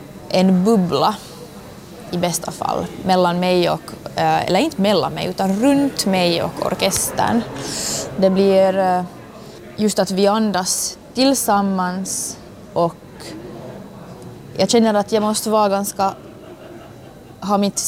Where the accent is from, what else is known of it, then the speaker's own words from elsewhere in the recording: Helsinki, Uusimaa, Finland; Jag är dirigent, kommer från Helsingfors och lever livet.